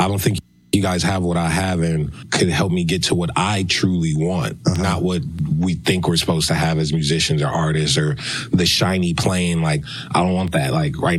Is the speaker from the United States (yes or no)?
yes; Los Angeles, California, United States; A lot of people don't even know I'm from Los Angeles because I don't mirror what they perceive as the usual Los Angeles thing.